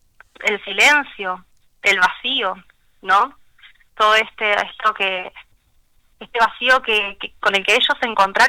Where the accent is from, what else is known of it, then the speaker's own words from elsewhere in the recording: Argentina; como pueblo argentino, esta causa a nosotros nos sigue interpelando.